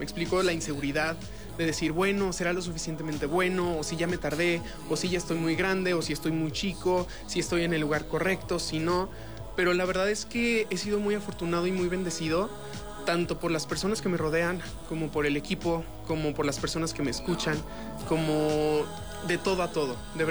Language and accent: Spanish; León, Guanajuato, Mexico; Soy de aquí de León, llevo aquí panza verde toda la vida.